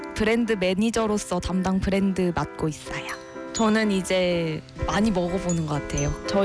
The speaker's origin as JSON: {"language": "Korean", "town": "Changwon", "region": "South Gyeongsang", "country": "South Korea", "tie": "born or raised there", "moved": "yes", "lives_now": "Sillim, Seoul, South Korea", "said": "제가 창원이 고향인데 같은 고향인 강동원님 많이 좋아합니다."}